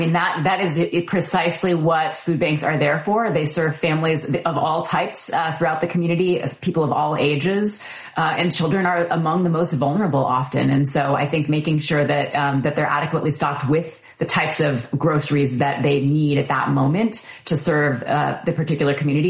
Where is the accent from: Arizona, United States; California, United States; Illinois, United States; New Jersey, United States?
California, United States; Eureka; also born or lived in Minnesota; I grew up in Eureka, California, Northern California.